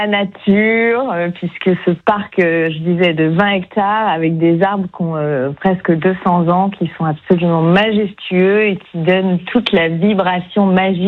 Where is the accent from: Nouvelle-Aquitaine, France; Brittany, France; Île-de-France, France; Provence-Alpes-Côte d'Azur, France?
Île-de-France, France; Paris; now in Berry, France; je suis parisienne.